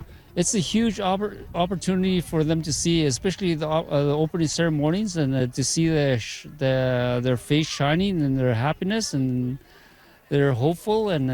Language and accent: English; Fort Providence, Northwest Territories, Canada; I'm from Fort Providence, Degas School.